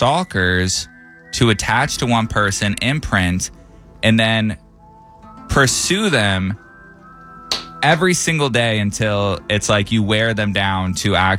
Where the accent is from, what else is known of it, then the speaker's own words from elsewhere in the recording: Traverse City, Michigan, United States; my hometown in Traverse City, Michigan